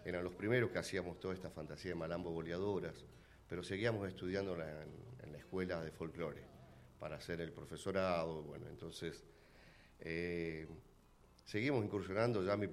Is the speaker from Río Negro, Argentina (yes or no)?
yes; Cipolletti, Río Negro, Argentina; moved away; soy nativo de Cipolletti, pero le aposté, salí y me fue bien. Y bueno, nuevamente ya radicado acá, en Cipolletti, llevo ya un tiempo nuevamente